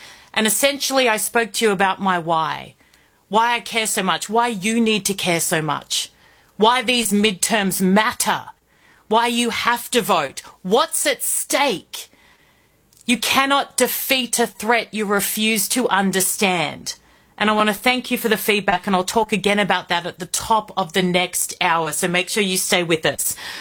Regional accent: Australia; clearly not Mark Levin. I'm an Australian broadcaster.

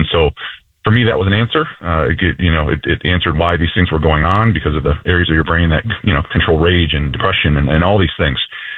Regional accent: Iowa, United States; I was born and raised in Iowa.

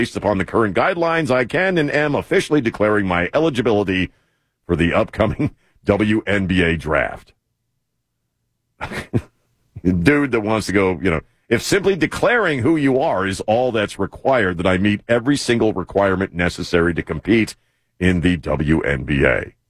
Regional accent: Baltimore, Maryland, United States; born there; I grew up around the Baltimore Orioles

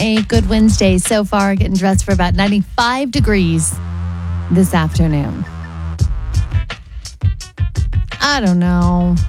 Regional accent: Oklahoma, United States; I grew up in Oklahoma.

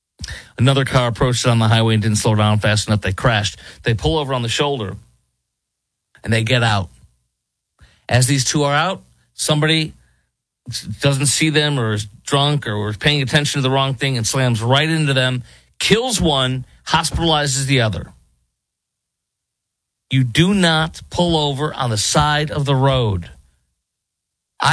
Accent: Chicago, Illinois, United States; Chicago, Sanctuary City, Sanctuary State, my hometown

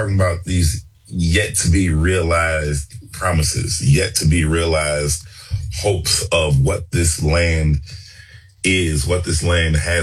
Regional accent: United States; born there; I am American, not just because I was born here, but it's actually how I feel. It's how I identify. I am an American. I don't view myself as not being American. I am American. I am Black American

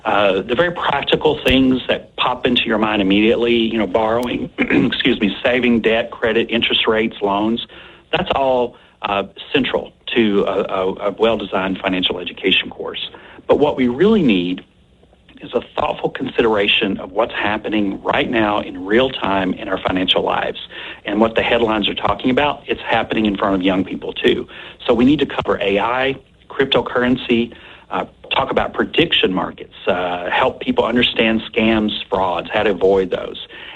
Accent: Kentucky, United States; I grew up in Kentucky

